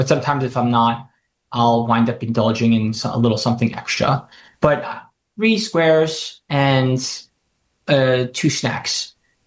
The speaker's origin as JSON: {"language": "English", "region": "New York", "country": "United States", "said": "it's the difference between thinking as a New Yorker that socioeconomically I need to sleep 5 hours a day"}